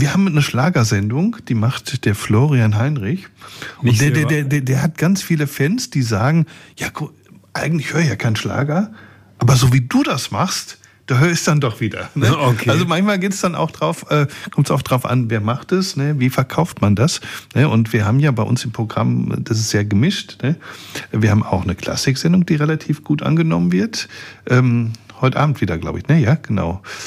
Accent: Herne, North Rhine-Westphalia, Germany; moved away; wie ich das aus dem Ruhrpott kenne, ich komme ja ursprünglich aus Herne

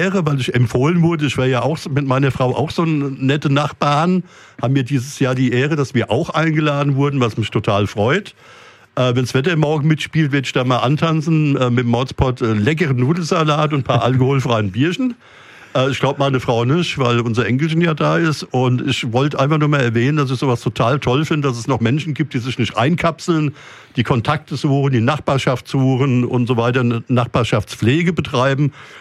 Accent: Mörfelden-Walldorf, Hesse, Germany; ich komme ja aus Merfelden-Walldorf, Stadtteil Merfelden.

